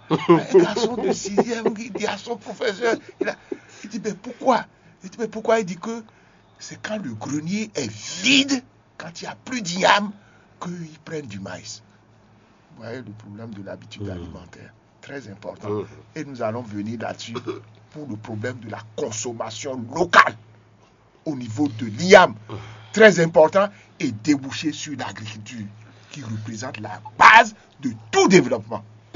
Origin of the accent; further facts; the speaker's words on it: Benin; also born or lived in Bembèrèkè; moi, je viens du Sud, j'ai été affecté, je ne sais pas, dans les années 90, 80 et 80 au CIG Bembereke.